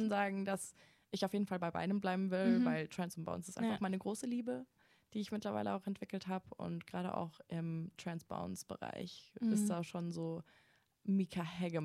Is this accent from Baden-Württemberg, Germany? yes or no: yes; Mannheim, Baden-Württemberg, Germany; moved away as an adult; now in Stuttgart, Germany; ich komme ja ursprünglich aus Mannheim, wohne jetzt aber auch seit November hier in Stuttgart.